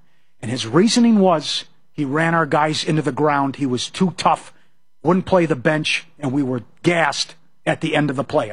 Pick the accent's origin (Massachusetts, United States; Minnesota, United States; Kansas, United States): Minnesota, United States; When I grew up in Minnesota